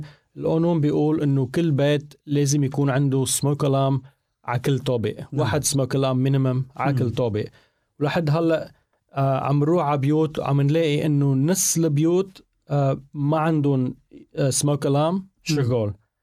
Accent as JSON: {"language": "Arabic", "region": "North Governorate", "country": "Lebanon", "moved": "yes", "lives_now": "Sydney, Australia", "said": "من عشاش، من الشمال."}